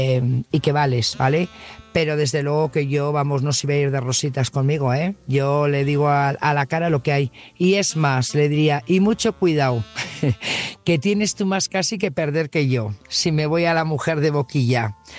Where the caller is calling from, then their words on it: Burgos, Castile and León, Spain; Buenas noches … corresponsal de Burgos.